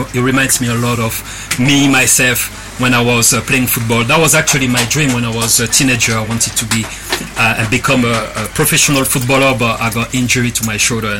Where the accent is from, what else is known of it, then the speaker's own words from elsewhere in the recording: Guadeloupe; now in London, United Kingdom; I came back from the Caribbean 12 years ago. So originally, I'm from Guadeloupe.